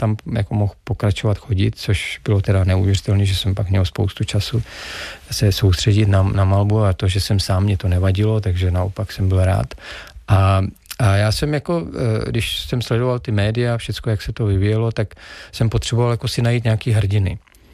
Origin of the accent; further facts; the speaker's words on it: Broumov, Hradec Králové Region, Czechia; born there; moved away; já jsem se narodil v Broumově a že jsou to teda Sudety, jako ten kraj je, kdo tam byl, je extrémně strašně nádherný, jako krajina, skály, neuvěřitelně jako krásný, v zimě, v létě.